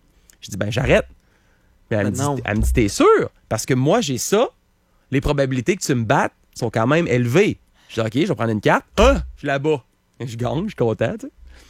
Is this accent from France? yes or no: no; Quebec City, Quebec, Canada; Là, je dis, OK, je viens du Canada, je viens de Québec.